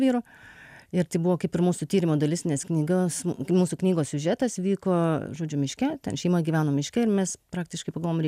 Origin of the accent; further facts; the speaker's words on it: Anykščiai, Utena County, Lithuania; moved away as an adult; Aš augau Anykščiuose.